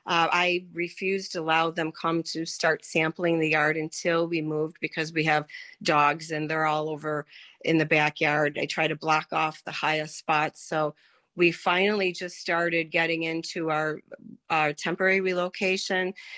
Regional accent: Love Canal, New York, United States; because I grew up in Love Canal, I lived on Mason Court, and the way the swells ran, the chemicals, the dioxin would come into the creek.

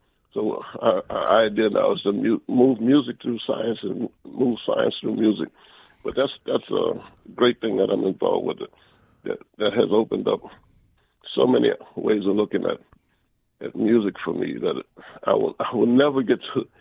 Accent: New Orleans, Louisiana, United States; because I come from New Orleans and we dance to jazz

